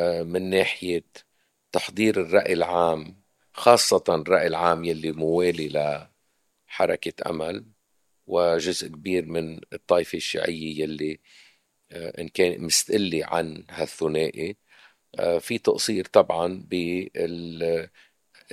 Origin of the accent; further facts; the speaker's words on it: Lebanon; علينا كلبنانيين